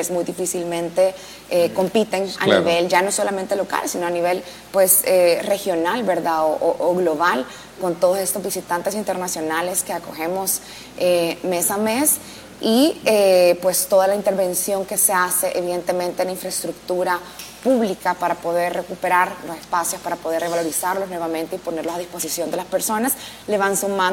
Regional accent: El Salvador

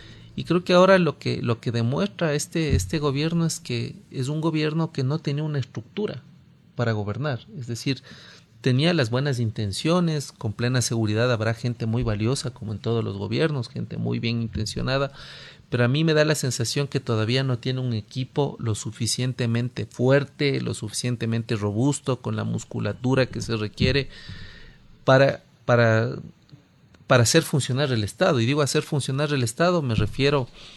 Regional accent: Ecuador; como ecuatorianos y ecuatorianas.

